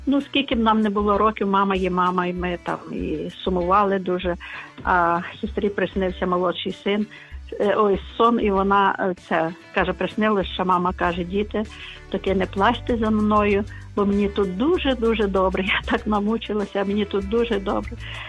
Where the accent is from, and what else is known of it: Bilivtsi, Chernivtsi Oblast, Ukraine